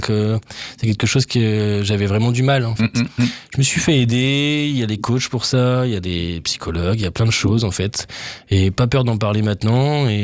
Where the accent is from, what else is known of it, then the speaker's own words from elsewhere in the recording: Reims, Grand Est, France; moved away as an adult; also born or lived in Lille; Reims, c'est ma terre natale.